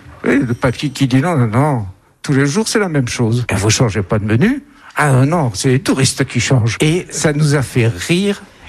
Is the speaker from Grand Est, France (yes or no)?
yes; Grand Est, France; moved away as an adult; now in Dordogne, France; moi, je suis originaire de Lorraine et le Luxembourg était à 15 km avec une superbe piscine.